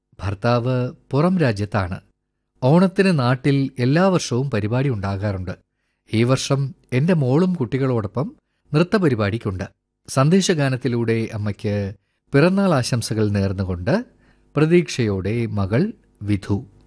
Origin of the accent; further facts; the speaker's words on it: Nileshwaram, Kerala, India; ഞങ്ങൾ കാസർഗോഡ് നീലേശ്വരം നാട്ടിൽ നിന്നാണ്. ഗ്രാമത്തിന്റെ പേര് കൊട്രച്ചാൽ.